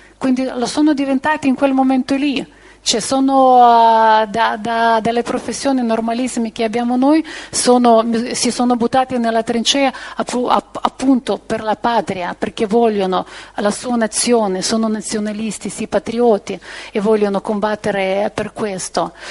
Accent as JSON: {"language": "Italian", "country": "Ukraine"}